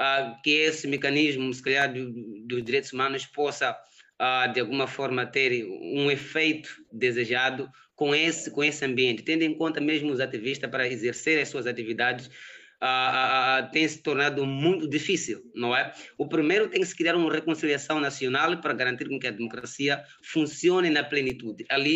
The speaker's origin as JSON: {"language": "Portuguese", "country": "Mozambique"}